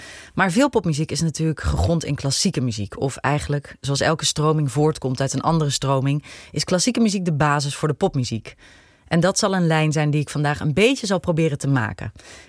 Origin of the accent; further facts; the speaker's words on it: Etten-Leur, North Brabant, Netherlands; In Etten-Leur, waar ik opgroeide, had ik met zekerheid geweten dat ik naar de kleinkunstacademie wilde.